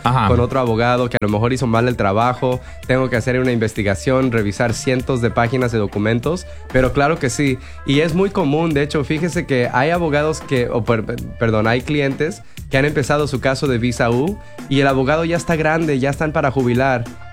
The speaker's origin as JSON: {"language": "Spanish", "town": "Sacramento", "region": "California", "country": "United States", "tie": "born or raised there", "also_born_or_lived": "Davis, California", "said": "ya que soy originario de Davis y Sacramento, o sea, de aquí soy"}